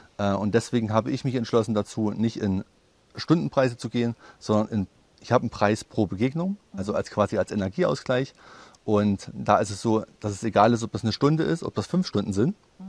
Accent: Teuchern, Saxony-Anhalt, Germany; Ich komme aus Teuchern, das ist in der Nähe von Weißenfels, genau. Und bin dort geboren

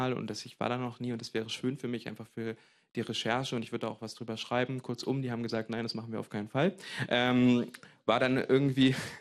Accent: Blankenburg, Saxony-Anhalt, Germany; also born or lived in Wernigerode / Sarstedt / Goslar; also ich bin in Blankenburg ja aufgewachsen, also ich bin in Wernigerode zwar geboren, aber zu der Zeit kurz in Saarstedt-Heisede aufgewachsen, dann in Goslar, aber dann vor allen Dingen in Blankenburg bin ich zur Schule gegangen

